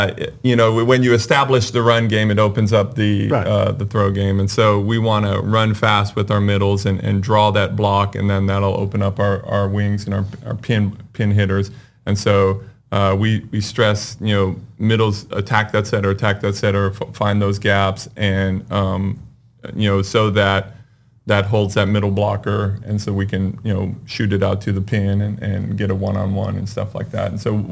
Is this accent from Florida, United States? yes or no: no; California, United States; So I grew up in California, and I played in high school.